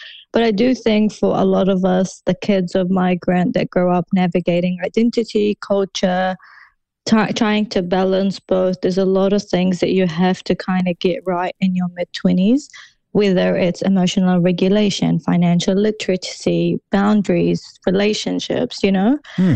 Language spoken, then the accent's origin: English; New Zealand; I am Muslim and I am Arab, but these are the things I like about being Muslim and Arab and I get to choose those things. And those are the things I like about being Kiwi